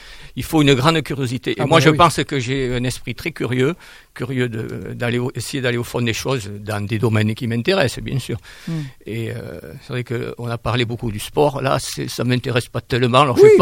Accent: Hermes, Nouvelle-Aquitaine, France; born there; je suis revenu, je ne suis pas toujours resté, mais suis revenu où je suis né, à Hermes.

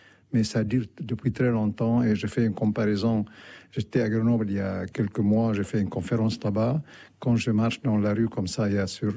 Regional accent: Khiam, Nabatieh Governorate, Lebanon; Ma ville, moi je suis de Khiam, notre maison familiale...

